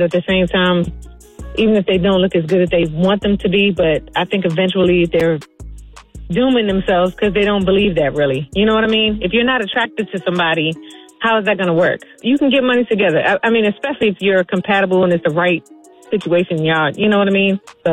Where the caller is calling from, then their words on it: Washington, District of Columbia, United States; I'm calling from Washington, D.C.